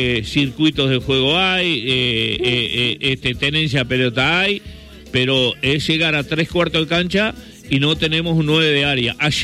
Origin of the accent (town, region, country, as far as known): Uruguay